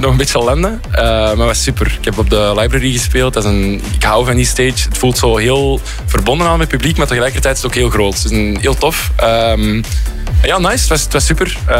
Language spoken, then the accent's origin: Dutch; Belgium